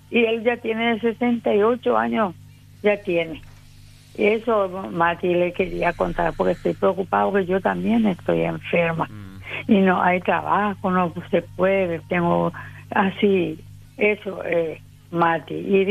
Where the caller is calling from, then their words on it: Paraguay; yo soy paraguaya